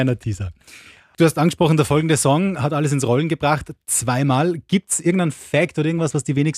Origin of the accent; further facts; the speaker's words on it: Saalfelden am Steinernen Meer, Salzburg, Austria; Ich komme aus Saalfelden am Steinernen Meer.